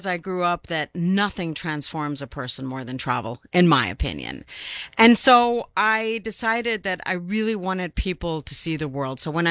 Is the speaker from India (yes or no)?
no; Germany; moved away as an adult; now in United States; I'm originally from Germany.